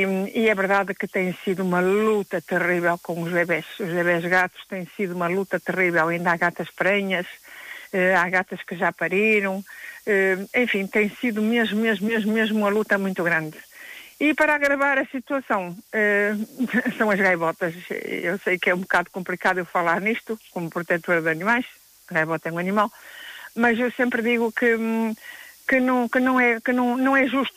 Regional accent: North, Portugal; É, por isso que nós somos do norte, nós somos nortenhos, nós somos terríveis, nós somos revolucionários

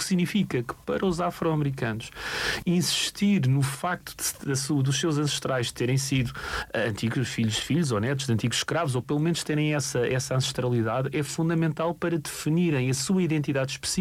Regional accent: Portugal

